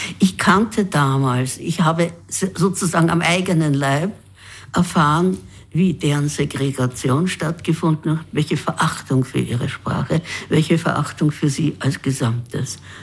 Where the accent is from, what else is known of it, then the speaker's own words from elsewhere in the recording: Vienna, Austria; als meine Eltern in Wien sozusagen die Sesshaftigkeit versucht haben, sind wir vom 4. Bezirk in den 17. Bezirk gekommen.